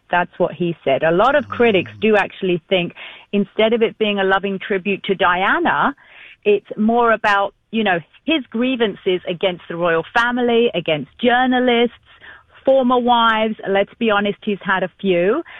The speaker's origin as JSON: {"language": "English", "region": "England", "country": "United Kingdom", "tie": "born or raised there", "moved": "as an adult", "lives_now": "North America", "said": "growing up in England, we didn't celebrate Thanksgiving, so it was a whole new thing when I came to North America 28 years ago."}